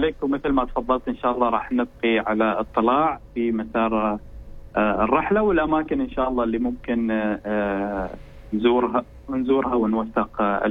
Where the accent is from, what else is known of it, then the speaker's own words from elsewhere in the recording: Oman; أنا أكلمك من ابن البلد ابن عمان